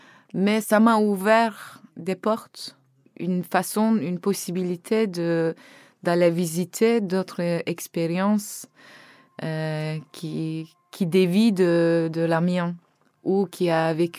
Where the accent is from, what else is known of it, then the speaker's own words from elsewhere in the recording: Anatolia, Turkey; French is a second language; de dire que je viens de Turquie et pas je suis turc. Turquie, c'est un terre de mélange, un terre de plein peuple. Et donc moi, je préfère dire que je suis anatolien, je viens d'Anatolie.